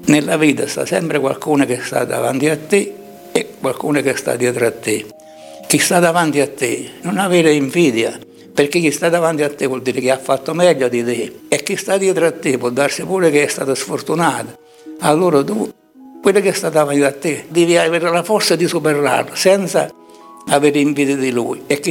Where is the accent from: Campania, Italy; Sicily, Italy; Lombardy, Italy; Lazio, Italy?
Campania, Italy; Taurasi; Io sono nato qua a Taurasi e sono vissuto qua, ho stato qua